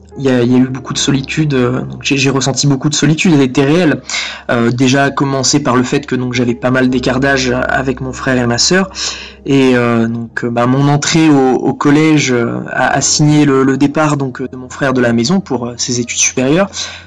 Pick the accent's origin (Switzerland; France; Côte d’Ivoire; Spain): France; Villard-de-Lans, Auvergne-Rhône-Alpes; also born or lived in Chamonix; Moi, je suis né à Chamonix, donc à la montagne. Et très vite, donc à l'âge de mes 4 ans, on a déménagé avec ma famille à Villard-de-Lans. Donc mes parents, j'ai eu la chance d'avoir des parents chrétiens donc, qui aimaient et servaient le Seigneur.